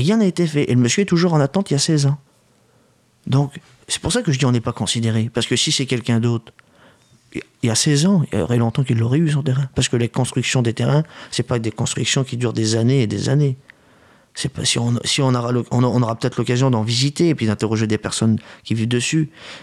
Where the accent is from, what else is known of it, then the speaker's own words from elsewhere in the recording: Paris, Île-de-France, France; Ma grand-mère a grandi aussi, moi, au passage du Mont-Saint-Denis.